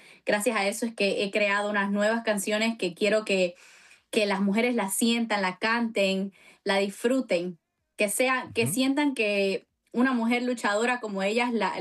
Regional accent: Bolivia; yo como artista boliviana

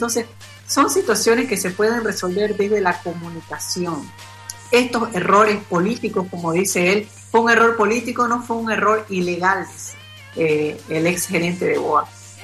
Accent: Bolivia

